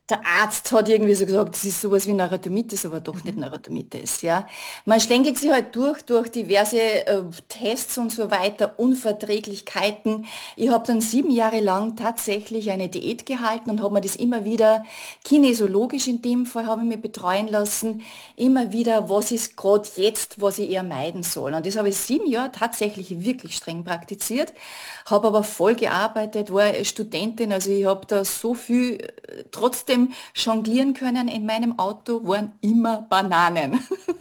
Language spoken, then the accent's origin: German; Lower Austria, Austria; moved away as an adult; also born or lived in Vienna; now in Salzburg, Austria; Ich lebe seit 26 Jahren in Salzburg, komme ursprünglich aus dem Mostviertel, also aus Niederösterreich, habe vor 26 Jahren die Wahlheimat Salzburg entdeckt und bin tatsächlich geblieben.